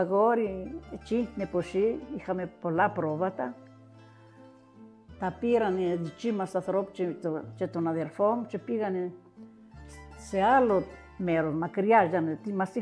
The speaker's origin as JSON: {"language": "Greek", "town": "Vorizia", "region": "Crete", "country": "Greece", "said": "Εγώ ήμουν και από τα Βορίζα, δεν ήξερα και πολλά."}